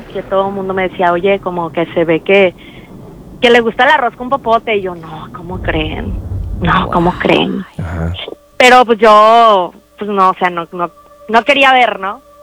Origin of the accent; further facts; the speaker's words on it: Puerto Vallarta, Jalisco, Mexico; No, soy de Puerto Vallarta.